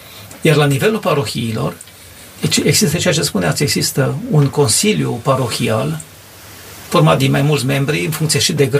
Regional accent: Romania

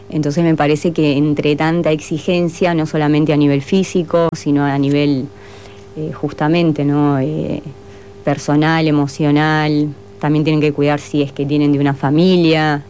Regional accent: Argentina; moved away as an adult; also born or lived in Brazil; now in Maldonado, Uruguay; Soy argentina, pero a los 19 me fui a Brasil a vivir. Estuve 13 años, estudié allá, hice la carrera allá y conocí a un uruguayo y me vine hace un año y medio.

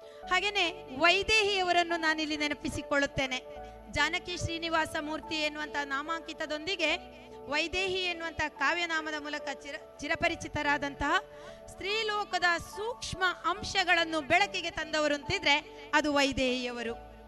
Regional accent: Puttur, Karnataka, India

